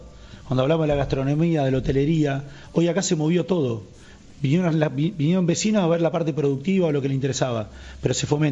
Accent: Bavio, Buenos Aires, Argentina; si bien soy de Babio de toda la vida, mi familia es de ahí

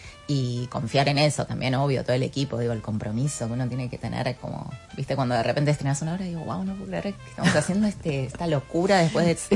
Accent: Argentina; Yo soy full argentina, nací acá, me crié acá toda mi vida. Mis papás también nacieron acá. Y mis abuelos son japoneses.

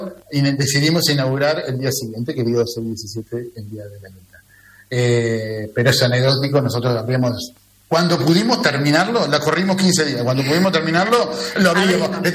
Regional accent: Bolívar, Buenos Aires Province, Argentina; Hoy soy de Bolívar, nacido en Bolívar y me encanta Bolívar.

